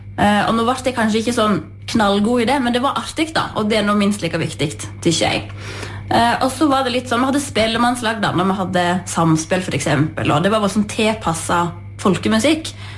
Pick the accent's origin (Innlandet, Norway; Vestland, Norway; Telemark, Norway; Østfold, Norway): Vestland, Norway; Jøstedalen; Jeg kommer fra Jøstedalen, og jeg har vokst opp på Myklemyr, og der bodde jeg helt til jeg var 16, i lag med foreldre og en bror